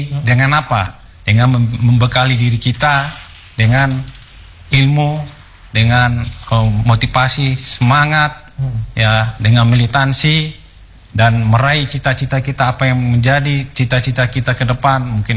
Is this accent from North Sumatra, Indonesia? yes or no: no; Toraja, South Sulawesi, Indonesia; moved away as an adult; Bukan dari kampung, tapi saya berasal dari desa, dari Toraja